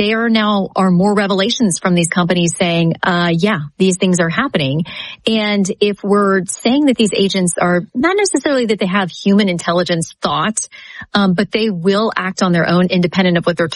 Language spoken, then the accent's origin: English; Florida, United States; I'm from Florida. Our electric chair is very famous down there